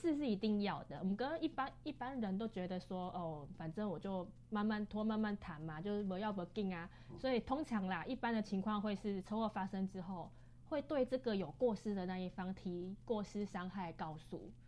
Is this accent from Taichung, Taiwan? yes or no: no; Kaohsiung, Taiwan; 我们高雄人